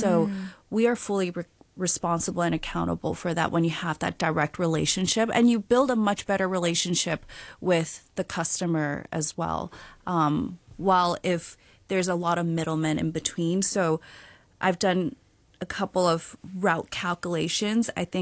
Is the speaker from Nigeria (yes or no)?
no; Hong Kong; also born or lived in Shanghai; I mean, I grew up partly in Hong Kong and in Shanghai.